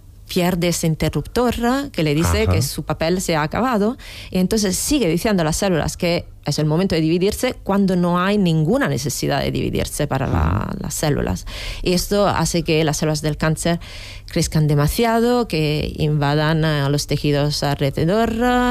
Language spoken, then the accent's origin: Spanish; Italy; Spanish is a second language; moved away; yo soy italiana, entonces utilizaré ejemplos italianos.